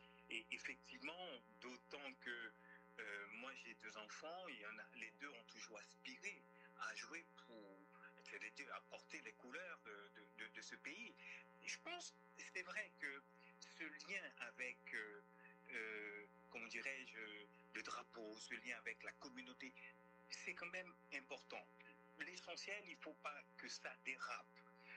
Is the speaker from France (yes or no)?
no; Haiti; quand j'étais jeune en Haïti, je jouais au foot.